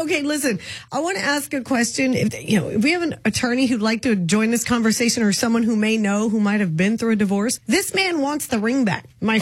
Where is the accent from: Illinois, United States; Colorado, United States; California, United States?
California, United States; I'm actually from California